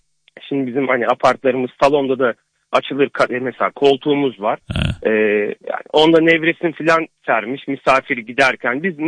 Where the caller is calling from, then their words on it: Antalya, Turkey; Antalya Kerber'den arıyorum.